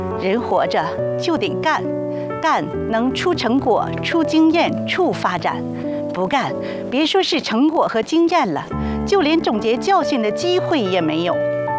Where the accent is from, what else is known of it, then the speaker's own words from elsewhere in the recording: Liaoning, China; 是土生土长的大梨树姑娘，中专一毕业就回到村里工作。